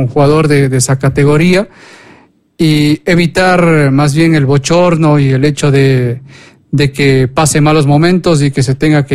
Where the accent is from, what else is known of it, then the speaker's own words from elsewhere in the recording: Ecuador; soy más ecuatoriano que el mote